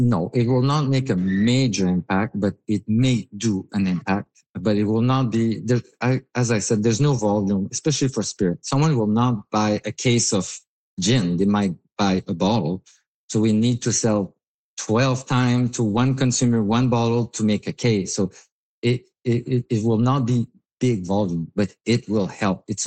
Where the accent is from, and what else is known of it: Canada; now in New Brunswick, Canada